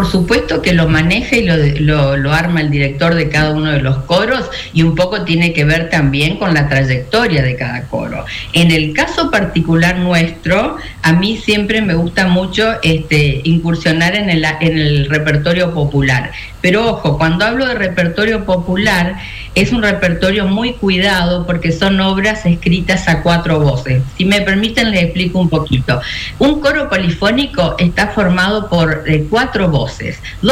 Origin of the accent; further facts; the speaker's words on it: Puerto Tirol, Chaco, Argentina; born there; moved away as an adult; also born or lived in Villa Ángela / Presidencia Roque Sáenz Peña; now in Luque, Argentina; yo soy de Puerto Tirol, en realidad nacida en Puerto Tirol.